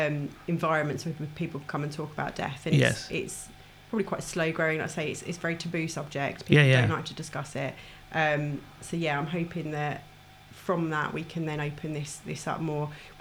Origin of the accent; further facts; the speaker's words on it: Trowbridge, South West England, United Kingdom; I'm from Trowbridge myself.